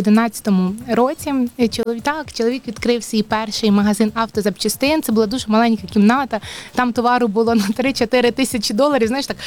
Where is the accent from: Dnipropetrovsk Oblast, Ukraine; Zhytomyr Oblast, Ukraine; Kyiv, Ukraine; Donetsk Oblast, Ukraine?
Donetsk Oblast, Ukraine; Pokrovsk; now in Ivano-Frankivsk Oblast, Ukraine; в Покровському, в нашому